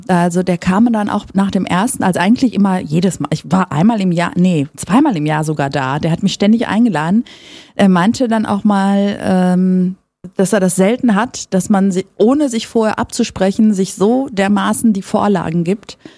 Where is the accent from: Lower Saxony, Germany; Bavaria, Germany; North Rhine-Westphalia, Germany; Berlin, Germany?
North Rhine-Westphalia, Germany; born there; Das stimmt, ich bin tatsächlich in Nordrhein-Westfalen geboren und nicht in Griechenland.